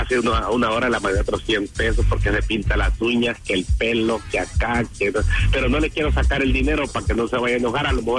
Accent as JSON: {"language": "Spanish", "country": "El Salvador", "said": "No, soy salvadoreño."}